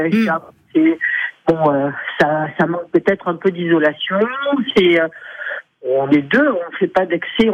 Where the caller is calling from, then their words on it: Occitanie, France; Moi, j'appelle du Lot, parce qu'on est limitrophe avec la Corrèze